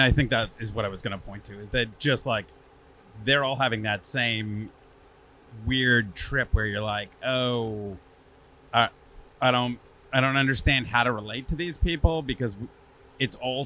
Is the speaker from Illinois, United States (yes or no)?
yes; Chicago, Illinois, United States; because we're from Chicago